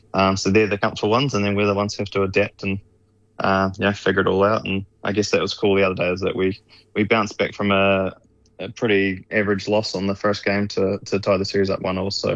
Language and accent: English; Lumsden, Southland, New Zealand; a dude from Lumsden